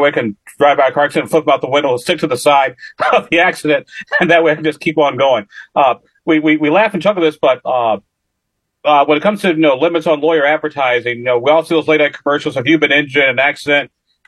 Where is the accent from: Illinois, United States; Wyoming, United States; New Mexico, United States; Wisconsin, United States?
Illinois, United States; competition from Illinois, my home state